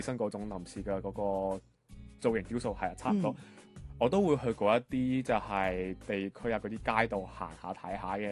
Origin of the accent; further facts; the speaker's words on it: Macau; Hello， 大家好，我系嚟自中国澳门嘅